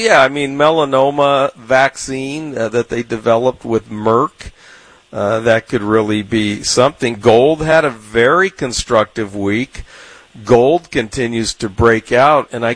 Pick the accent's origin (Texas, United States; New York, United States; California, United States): California, United States; San Diego; Yeah, well, I grew up in San Diego, which obviously is a very sunny place, and spent a lot of time at the beach, body surfing, spent a lot of time fishing.